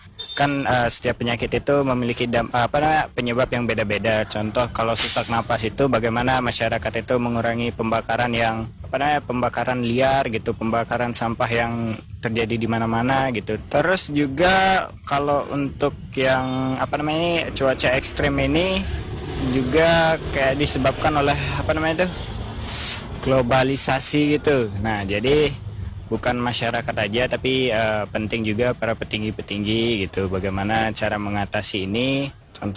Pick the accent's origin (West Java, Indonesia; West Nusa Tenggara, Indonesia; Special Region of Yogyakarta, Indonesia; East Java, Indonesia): West Nusa Tenggara, Indonesia; Lembar; Saya dari Lembar.